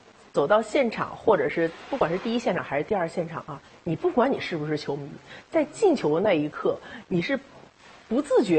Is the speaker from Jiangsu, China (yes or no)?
yes; Jiangsu, China; 用东北话，我是江苏人，但我东北话学得挺溜的